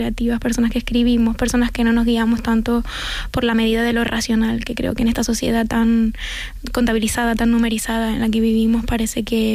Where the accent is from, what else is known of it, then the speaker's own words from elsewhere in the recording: Canary Islands, Spain; nos han contado siempre desde dentro y fuera de Canarias que nuestra forma de hablar es inadecuada y lo tenemos que corregir, tenemos que autocorregirnos delante de otras personas, que es inadecuado hablar en la forma en la que nosotras hablamos.